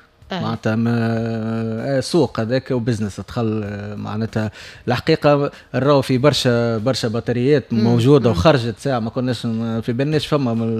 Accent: Tunisia; موجودة عندنا في تونس

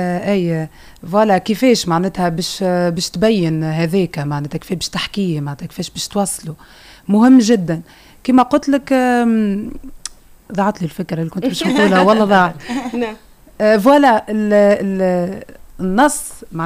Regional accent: Tunisia; خاطر انا من الشمال

